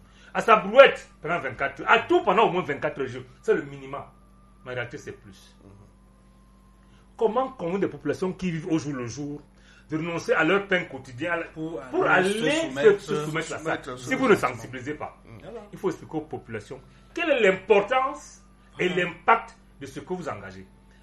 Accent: Cameroon; Moi, je suis Camerounais.

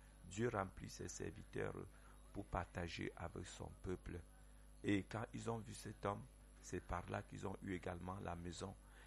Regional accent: Cameroon

